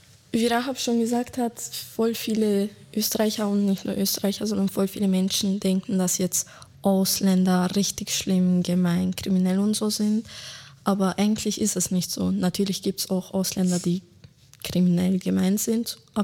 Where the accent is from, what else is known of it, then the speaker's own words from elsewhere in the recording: Bosnia & Herzegovina; ja, ich komme aus Bosnien, kommen halt voll viele zu mir so und fragen, ja, wie ist das Essen dort?